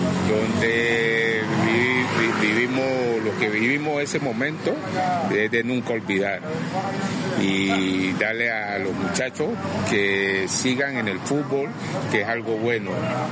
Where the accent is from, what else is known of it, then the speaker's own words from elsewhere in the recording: Buenaventura, Valle del Cauca, Colombia; feliz cumpleaños a mi tierra.